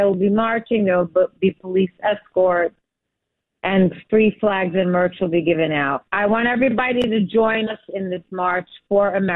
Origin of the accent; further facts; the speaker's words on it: Brooklyn, New York, United States; but I was born in Maimonides. I grew up in Flatbush, Brooklyn, always in Borough Park because of my bubby, you know, my grandmother.